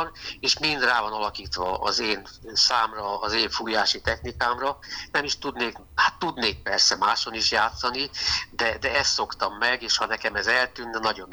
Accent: Budapest, Hungary; born there; also born or lived in Pápa; mert én pápán születtem, és ott voltam minden évben egy olyan hónapot, másfél hónapot nyaralni Budapestről

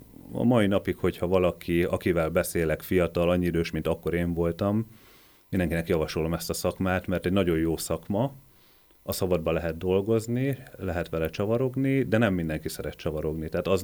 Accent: Hungary; én vidéken nőttem fel

